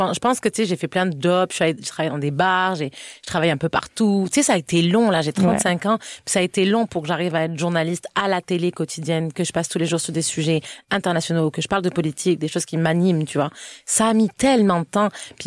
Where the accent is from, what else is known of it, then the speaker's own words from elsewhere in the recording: France; now in Canada; je suis une Française qui parle du Québec à la télé